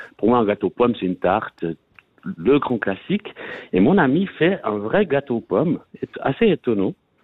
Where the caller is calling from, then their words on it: Vaud, Switzerland; moi je suis vaudois